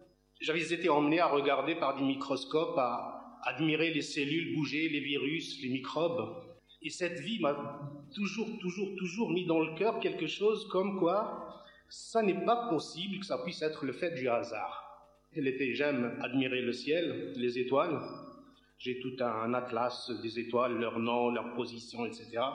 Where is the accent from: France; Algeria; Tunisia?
Algeria; born there; Je suis né en Algérie, dans une famille arabo-islamique qui ne m'a jamais obligé à me diriger vers l'islam.